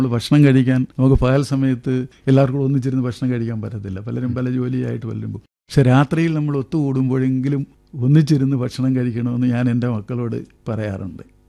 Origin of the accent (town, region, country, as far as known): Karunagappally, Kerala, India